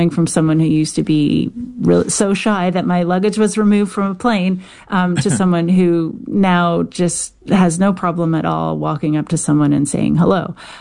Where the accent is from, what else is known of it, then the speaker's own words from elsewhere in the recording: Canada; accent: Canadian; just with my funny Canadian accent.